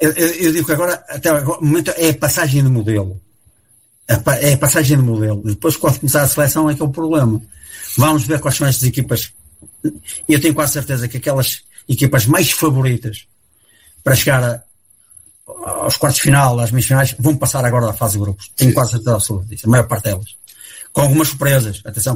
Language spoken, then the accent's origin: Portuguese; Portugal